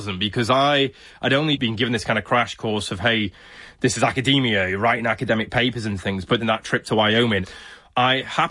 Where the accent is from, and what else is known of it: Doncaster, Yorkshire and the Humber, United Kingdom; born or raised there